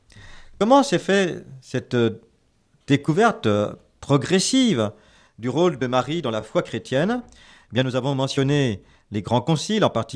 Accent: England, United Kingdom; accent: English; French is a second language; Excusez toujours mon accent anglais inimitable, donc dans le livre des prières communes.

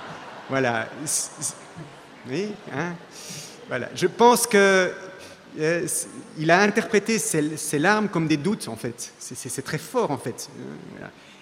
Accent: Belgium; moi je viens de Belgique

